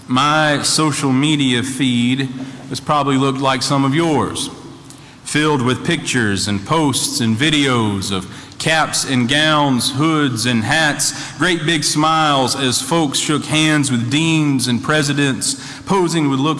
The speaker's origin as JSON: {"language": "English", "area": "Coffee County", "region": "Alabama", "country": "United States", "tie": "born or raised there", "also_born_or_lived": "Birmingham, Alabama", "moved": "as an adult"}